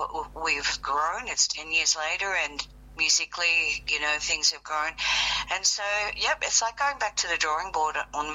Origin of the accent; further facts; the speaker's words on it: Australia; also born or lived in Copenhagen, Denmark; I'm Scandinavian born. I was born in Copenhagen, and I came to Australia.